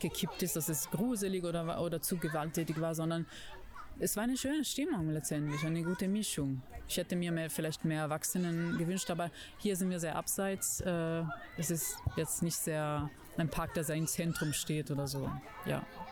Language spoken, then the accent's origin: German; Italy; Ich komme aus Italien